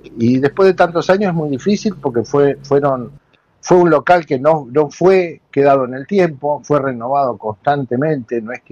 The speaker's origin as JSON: {"language": "Spanish", "town": "Bahía Blanca", "region": "Buenos Aires Province", "country": "Argentina", "said": "yo soy de Bahía, así que decidí venir a instalarme por completo acá a Bahía Blanca, nunca descuidé el local de Punta Alta"}